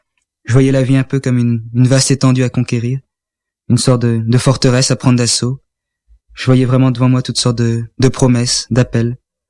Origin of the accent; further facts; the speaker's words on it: Belgium; also born or lived in Luin, France; je suis né à Luin, près de la frontière belge. J'y ai vécu environ jusqu'à l'âge de 7 ans. Puis mes parents ont déménagé en Belgique et j'ai poursuivi mes études comme pensionnaire dans différents collèges de la région.